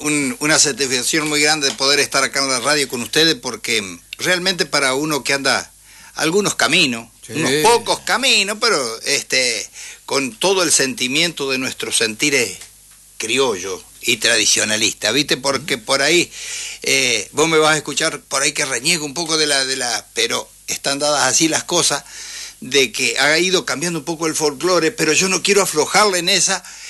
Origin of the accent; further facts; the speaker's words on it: Maciel, Santa Fe, Argentina; Yo nazco en Maciel, zona campo.